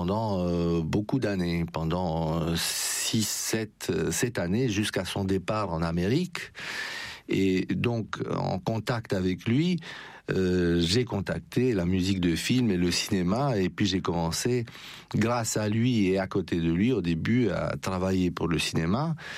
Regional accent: Bucharest, Romania; moved away as an adult; now in France; Je suis né à Bucarest, voilà, je suis d'origine roumaine, et je suis arrivé en France à 22 ans.

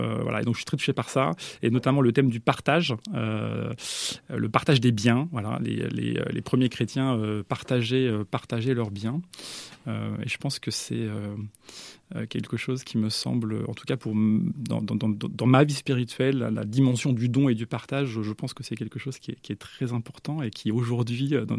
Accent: Lisieux, Normandy, France; j'ai grandi à Lisieux

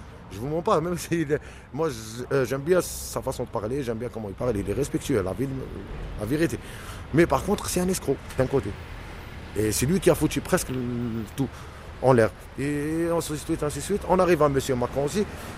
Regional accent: Algeria; French is a second language; moved away as an adult; now in France; je suis algérien

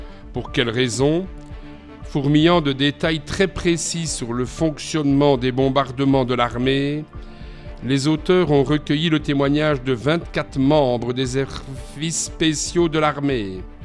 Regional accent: Belgium; Cette contestation déborde jusque chez nous en Belgique, à Liège par exemple.

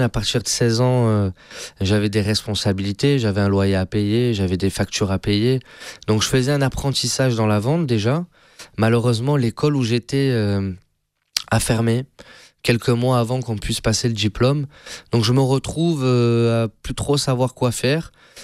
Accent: Nice, Provence-Alpes-Côte d'Azur, France; c'est un garçon de Nice. Je suis né à Nice.

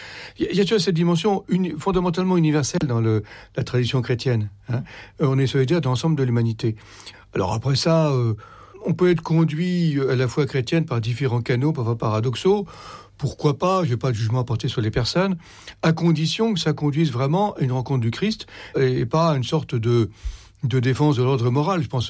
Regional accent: France

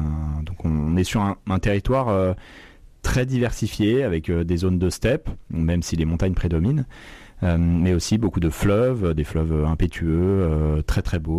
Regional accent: Chamonix, Auvergne-Rhône-Alpes, France; Je viens moi-même d'un territoire de montagne, je suis né à Chamonix et j'ai grandi dans les Alpes, donc je sais ce que ça procure.

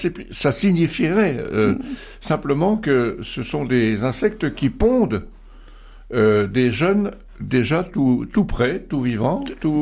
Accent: Bourgogne-Franche-Comté, France; Chez nous, en Franche-Comté

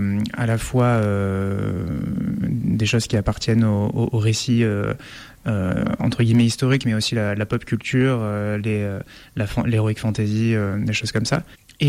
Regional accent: Auvergne-Rhône-Alpes, France; moved away as an adult; je suis né en Ardèche, j'ai grandi ici, j'ai vécu une dizaine d'années ailleurs, et puis je suis revenu re-habiter en Ardèche, donc c'est un territoire que j'aime énormément.

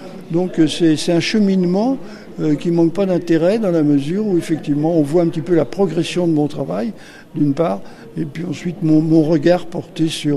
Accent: La Roche-sur-Yon, Pays de la Loire, France; moi je suis natif de La Roche-sur-Yon

